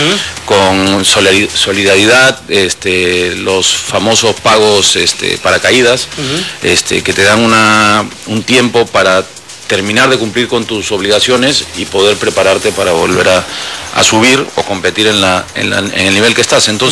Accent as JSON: {"language": "Spanish", "region": "Lima", "country": "Peru", "said": "Yo soy de Lima, Perú."}